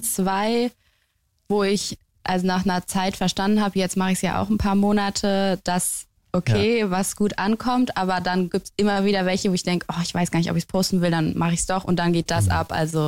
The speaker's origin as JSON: {"language": "German", "region": "Berlin", "country": "Germany", "tie": "born or raised there", "also_born_or_lived": "Münster", "said": "Also born in Münster und dann mit 4 nach Steglitz raised."}